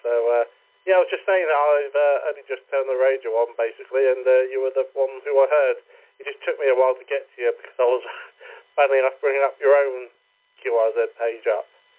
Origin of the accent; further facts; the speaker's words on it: Portsmouth, South East England, United Kingdom; I'm from Portsmouth.